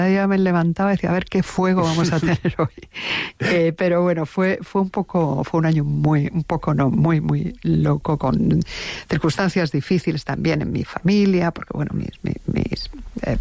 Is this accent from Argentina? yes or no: no; Spain; Nosotros que somos los españoles muy malos aprendices de inglés